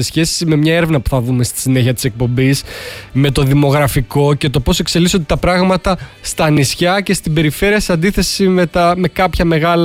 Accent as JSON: {"language": "Greek", "town": "Rethymno", "region": "Crete", "country": "Greece", "said": "εγώ είμαι από το Ρέθυμνο."}